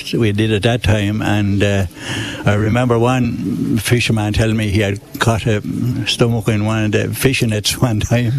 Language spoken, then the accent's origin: English; Ireland; born there; now in Wellingtonbridge, Ireland; Sure, I was born actually up in Ballymehe, so I'm only living down here now.